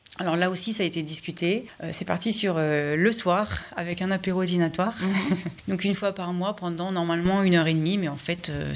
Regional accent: Hauts-de-France, France; On est assez chauvine. Hein. Moi, je suis native d'ici. On est parti de Largny-sur-Automne.

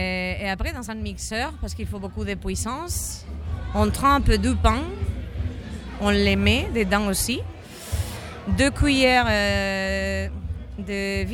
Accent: Spain; French is a second language; now in France; Moi, je viens de l'Espagne, du centre de l'Espagne.

